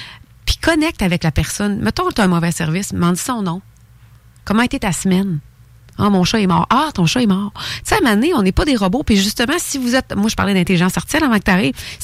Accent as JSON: {"language": "French", "town": "Thetford Mines", "region": "Quebec", "country": "Canada", "said": "C'est comme un peu, moi, bon, je viens de Tetford Mines"}